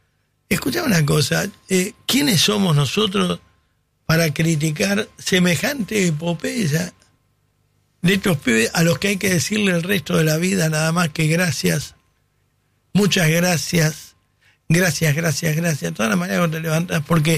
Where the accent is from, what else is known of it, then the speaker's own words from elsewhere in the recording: Argentina; Quería que ganen porque soy argentino.